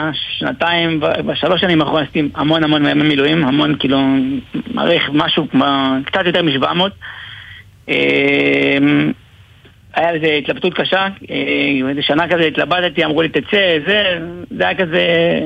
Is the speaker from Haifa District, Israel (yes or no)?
no; Lod, Central District, Israel; גדלתי בלוד.